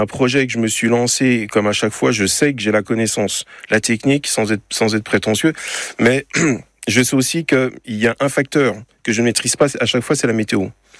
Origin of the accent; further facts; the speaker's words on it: Paris, Île-de-France, France; Moi, je suis né à Montmartre. J'y ai vécu jusqu'à l'âge de 9 ans